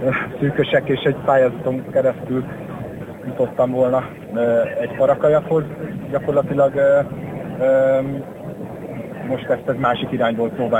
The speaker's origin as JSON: {"language": "Hungarian", "region": "Budapest", "country": "Hungary", "tie": "born there", "moved": "as an adult", "lives_now": "Ócsa, Hungary", "said": "Én belvárosi vagyok, a belvárosban születtem, az 5. kerületbe"}